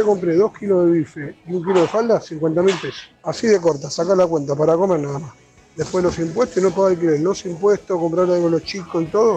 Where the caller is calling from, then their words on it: José C. Paz, Buenos Aires Province, Argentina; de José de Paz.